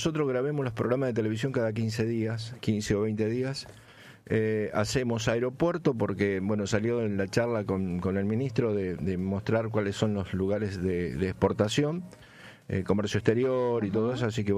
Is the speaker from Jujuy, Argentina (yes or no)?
no; Pergamino, Buenos Aires Province, Argentina; moved away; medio coterráneos en un momento, por eso soy de Pergamino, yo también vengo de allá.